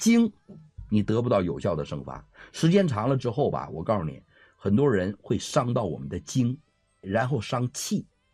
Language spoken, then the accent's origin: Chinese; China; 它还真就不太适合咱们中国人的胃。